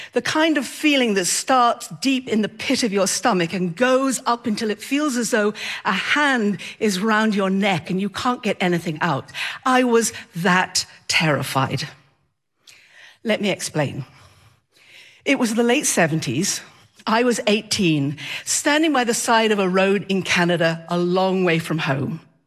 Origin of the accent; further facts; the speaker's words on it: the north of England, United Kingdom; now in Maryland, United States; I am originally from England, from the north of England, and I now live in Maryland.